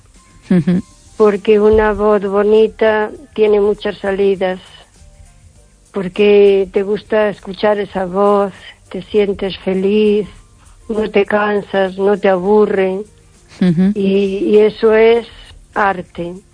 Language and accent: Spanish; Carballiño, Galicia, Spain